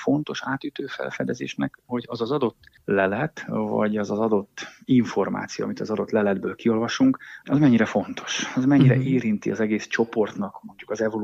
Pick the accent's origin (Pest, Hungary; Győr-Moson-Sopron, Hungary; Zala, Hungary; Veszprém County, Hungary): Veszprém County, Hungary; Ajka; én úgy egyébként ajkai vagyok, és Bakonyból származom, és hát ott rengeteg hegy van, sziklafal van, vagy olyan bánya, ugye szénbányák, bauxitbányák akkoriban még azért működtek, ahol a kőzetekkel, ősmaradványokkal, ásványokkal találkozni lehetett.